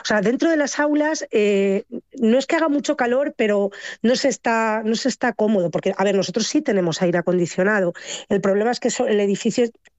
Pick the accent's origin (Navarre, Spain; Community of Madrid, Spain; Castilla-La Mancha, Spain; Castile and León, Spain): Castilla-La Mancha, Spain; Camarena; yo digo que vivo en Camarena y soy camarenera. Sí, que es cierto que todo lo que paso muchas más horas en Toledo que en mi propio pueblo.